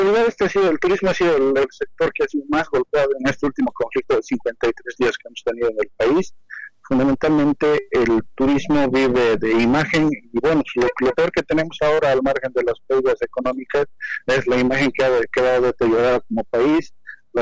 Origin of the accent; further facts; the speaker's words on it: Potosí, Bolivia; nosotros como bolivianos y como potosinos de manera particular